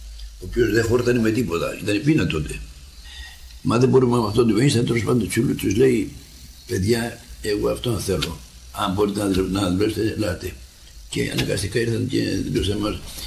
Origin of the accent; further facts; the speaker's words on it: Patras, Western Greece, Greece; moved away as an adult; now in United States; Είμαι βέρος πατρινός. Κατάγομαι από πτωχή οικογένεια.